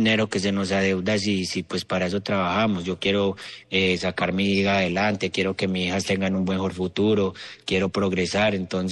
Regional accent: Pereira, Risaralda, Colombia; moved away; siempre soy pereirano.

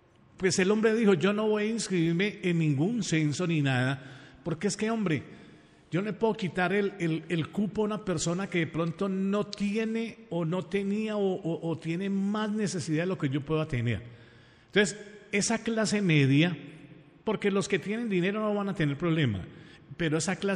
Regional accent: Pereira, Risaralda, Colombia; Los que somos de Pereira

